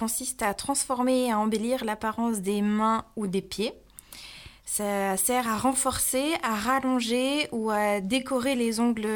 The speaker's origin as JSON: {"language": "French", "town": "Aubenas", "region": "Auvergne-Rhône-Alpes", "country": "France", "tie": "born or raised there", "said": "Je suis originaire d'Aubenas en Ardèche."}